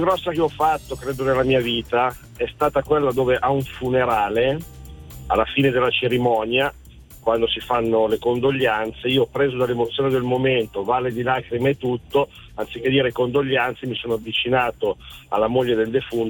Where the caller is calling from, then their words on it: Cornaredo, Lombardy, Italy; da Cornaredo.